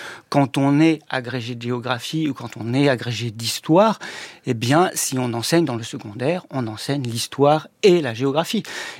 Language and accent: French; Auvergne-Rhône-Alpes, France; also born or lived in Lyon; Alors, moi j'ai grandi, enfin je suis né à Lyon, et j'ai grandi à côté d'une centrale nucléaire, la centrale nucléaire de Crémalville, qu'on surnommait Super Phoenix. Donc on est dans le Nord-Isère, tout proche d'un fleuve, le Rhône